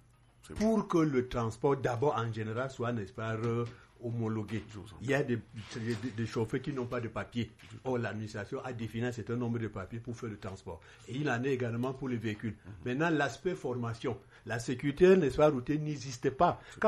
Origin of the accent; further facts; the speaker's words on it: France; Mais venez me voir comment je suis habillé pour conduire la moto chez moi en France.